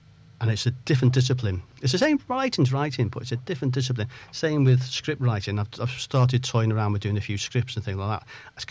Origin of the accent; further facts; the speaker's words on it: Chester, North West England, United Kingdom; moved away; also born or lived in Liverpool / Barrow-in-Furness / Ulverston; I'm actually from Chester. I've lived in Liverpool for quite a few years, and the more the countryside places, and I used to live in Barrow and Furness in Cumbria and Ulverston up there